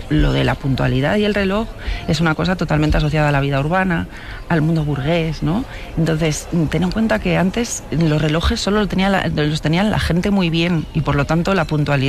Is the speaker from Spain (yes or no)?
yes; Ponferrada, Castile and León, Spain; y además que yo soy una parvenida de Ponferrada.